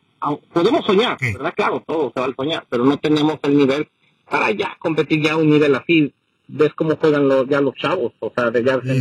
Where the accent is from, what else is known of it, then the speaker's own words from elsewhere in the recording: Mexico; pues hasta donde nos da de fútbol a nosotros como mexicanos, ¿no?